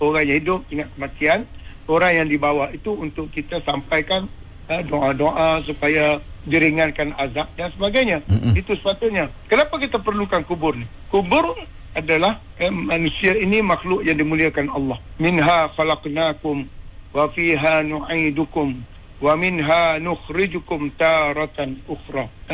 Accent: Kelantan, Malaysia; now in Kuala Lumpur, Malaysia; saya orang Kelantan

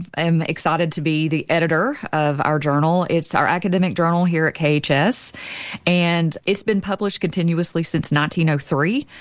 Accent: Kentucky, United States; I mean, I'm from Eastern Kentucky, and it makes me excited to hear about things that are going on

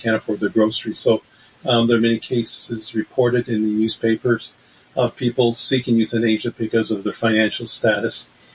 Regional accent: Canada; also born or lived in United States; I'm a dual national. I'm a Canadian as well as a U.S. citizen.

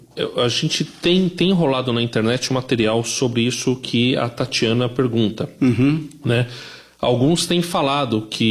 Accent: Brazil; Eu sou brasileiro

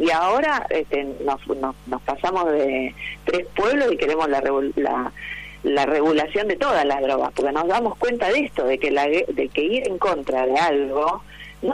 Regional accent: Buenos Aires, Argentina; yo, como porteña, sí, pura y dura, porque tengo ese problema, que amo Buenos Aires, soy porteña y estoy orgullosa de serlo

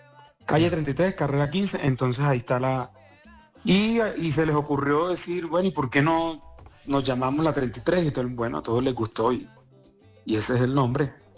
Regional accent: Montería, Córdoba, Colombia; Donde confluye, por ejemplo, yo soy de Montería, o Malpelos de Cartagena, y están los de acá

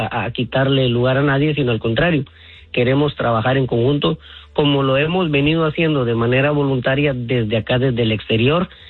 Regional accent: Guatemala; moved away; porque nosotros salimos de Guatemala, pero Guatemala no ha salido de nosotros, y estamos pendientes de todas las situaciones que están pasando

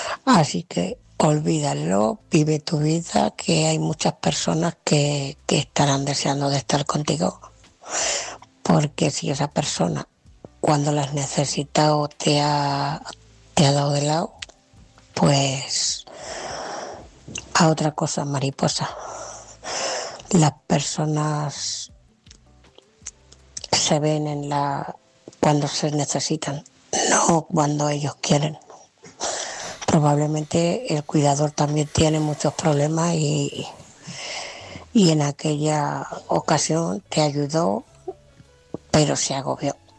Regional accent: Ciudad Real, Castilla-La Mancha, Spain

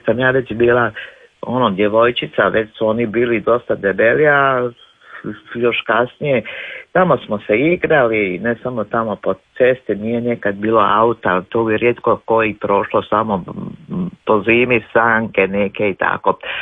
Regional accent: Slavonia, Croatia; moved away as an adult; now in Zagreb, Croatia; Imam kao tri doma, ali tamo sam se rodila, tamo je moje djetinjstvo

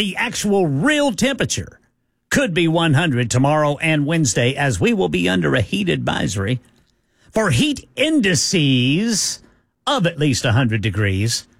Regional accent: United States; born there; also born or lived in Oklahoma / Texas; now in Nashville, United States; I grew up in Oklahoma and Texas where it's definitely hot.

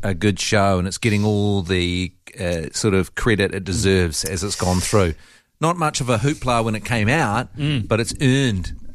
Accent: Otago, New Zealand; we were getting a lot of heat from the locals for being from Auckland, even though I'm from Otago

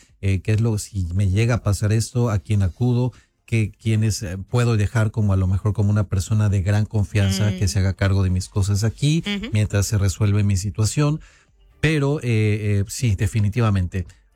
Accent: Mexico; now in Omaha, United States; si yo como mexicano

